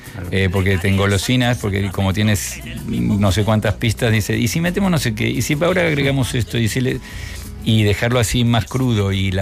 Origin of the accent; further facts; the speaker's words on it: Murcia, Region of Murcia, Spain; y yo decía, pero si soy de Murcia. ¿Dónde está?